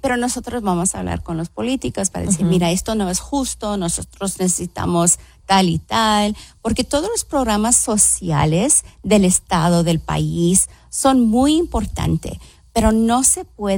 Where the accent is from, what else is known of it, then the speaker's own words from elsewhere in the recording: Los Angeles, California, United States; Es, yo me crié en los East LA, en, uh-huh. en el este de Los Ángeles.